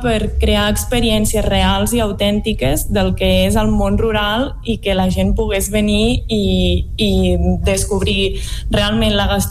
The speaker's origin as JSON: {"language": "Catalan", "region": "Catalonia", "country": "Spain", "lives_now": "Lluçanès, Spain", "said": "Soc de l'Alt Urgell, d'un poble molt petit sota la Serra del Cadí, i bueno, però ja fa temps que estic per aquí al Lluçanès"}